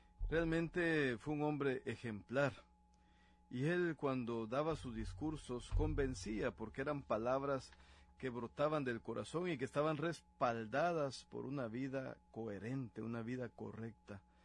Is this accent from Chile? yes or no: no; Guatemala